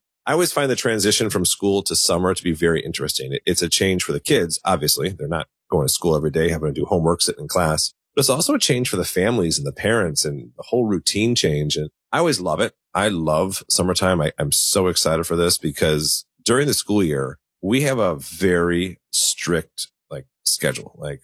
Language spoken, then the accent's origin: English; Elmhurst, Illinois, United States; And actually, I grew up in Elmhurst, so I went to Elmhurst schools as well.